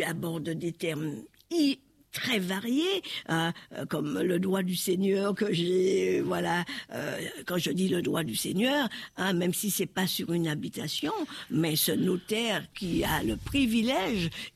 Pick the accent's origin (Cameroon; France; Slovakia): France; French Antilles; now in Réunion, France; Et c'est une réalité qui est à la fois réunionnaise, mais chez moi aux Antilles, l'alcool se cache. On achète et on va boire chez soi.